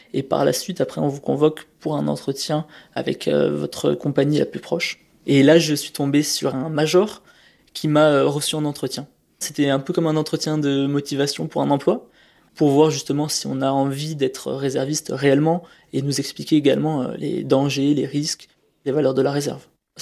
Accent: Hyères, Provence-Alpes-Côte d'Azur, France; now in Nice, France; J'ai grandi à Hyères, dans le Var.

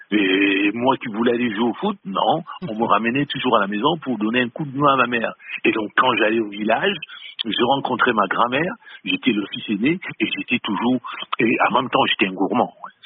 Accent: Cameroon; now in France; quand je suis parti du Cameroun et que j'arrive en France, les manioc que je vois dans les étals, je n'en reviens pas.

